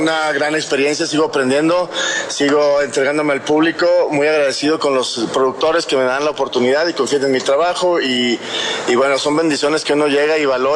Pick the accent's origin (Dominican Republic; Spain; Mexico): Mexico